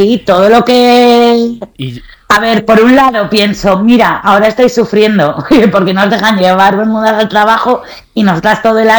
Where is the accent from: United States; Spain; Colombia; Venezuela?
Spain; yo mi horterismo no lo veo tan hortera porque yo soy española